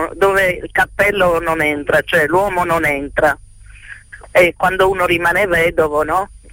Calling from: Monopoli, Apulia, Italy; Siamo da Monopoli

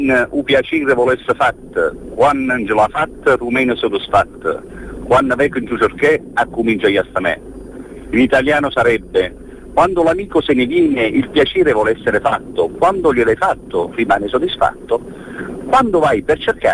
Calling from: Statte, Apulia, Italy; da Statte

